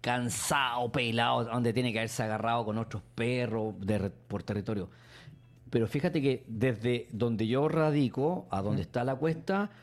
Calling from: Peñaflor, Santiago Metropolitan Region, Chile; Yo vivo en Peñaflor.

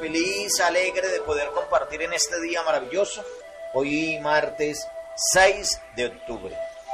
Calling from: Chocó, Colombia; soy de aquí de la Italia Chocó

